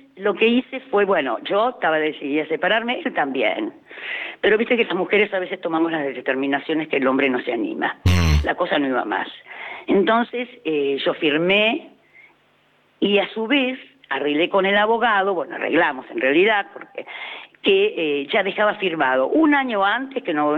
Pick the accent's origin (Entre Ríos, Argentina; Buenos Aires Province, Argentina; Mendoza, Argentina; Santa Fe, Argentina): Buenos Aires Province, Argentina; soy de la provincia